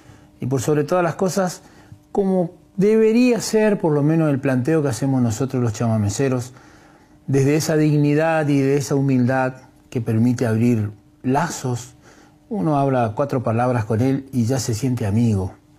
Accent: Calchaquí, Santa Fe, Argentina; born there; Yo sí nacido en Calchaquí.

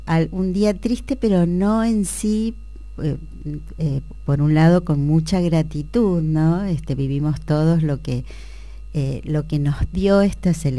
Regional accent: Argentina

